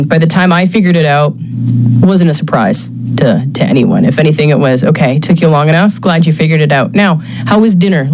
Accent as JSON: {"language": "English", "town": "Saskatoon", "region": "Saskatchewan", "country": "Canada", "tie": "born or raised there", "said": "I grew up in the prairies in Saskatoon. So I grew up a city girl, middle class"}